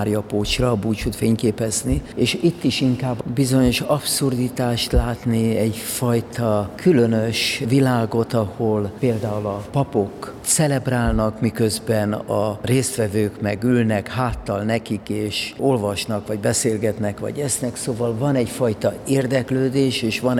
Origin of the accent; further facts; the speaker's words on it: Budapest, Hungary; egy budapesti őslakos értelmiségi családból származom